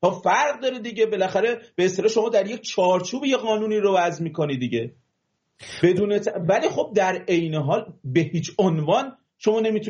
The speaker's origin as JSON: {"language": "Persian", "region": "Mazandaran", "country": "Iran", "tie": "born or raised there", "said": "من چون بچه مازندرانم، این مازندرانی ها واقعا ناخواسته صداشون میره بالا."}